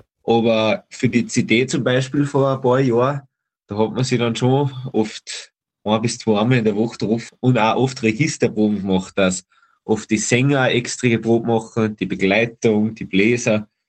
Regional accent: Salzburg, Austria; erinnert ich mich an ein Festl in Gastein, bei uns in Salzburg.

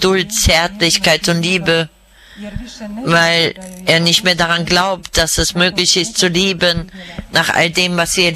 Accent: Ukraine; für die Jugendlichen aus meiner Heimat und für die Jugendlichen aus der ganzen Welt. Herr, ich bitte dich für die Jugendlichen aus meiner Ukraine

